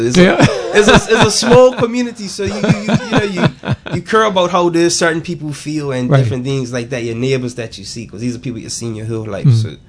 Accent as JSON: {"language": "English", "region": "St. George's", "country": "Bermuda", "said": "as a St. George's boy"}